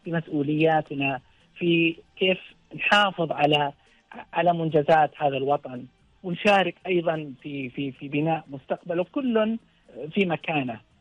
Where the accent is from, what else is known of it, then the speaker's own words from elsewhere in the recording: Saudi Arabia; والله أنا أقول كل سعودي سعودية،